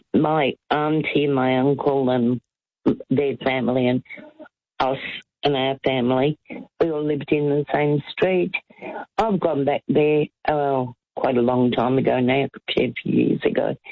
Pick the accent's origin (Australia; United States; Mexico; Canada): Australia; Melbourne, Victoria; born there; moved away; I grew up in Broadmeadows when we came to Australia. Old Broadie.